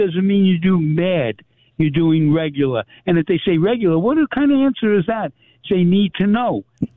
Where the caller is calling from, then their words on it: Levittown, United States; I'm calling from Levittown.